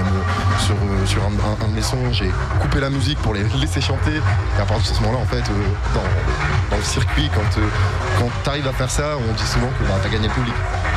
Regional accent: Wasquehal, Hauts-de-France, France; moi je suis originaire de Lille, plus exactement Wascal.

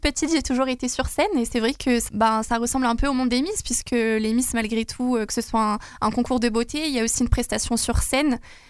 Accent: Loos, Hauts-de-France, France; dans ma ville natale, puisque j'ai beaucoup vécu, enfin, j'ai vécu presque toute mon enfance à Loos, à côté de Lille.

